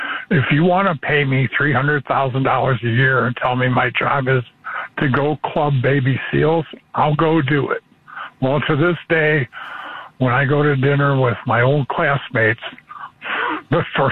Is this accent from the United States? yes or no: yes; Chicago, Illinois, United States; you know, I'm from Chicago, so it's a prominent school.